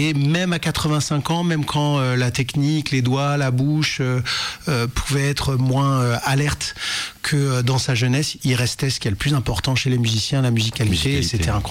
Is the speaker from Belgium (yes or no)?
no; Lyon, Auvergne-Rhône-Alpes, France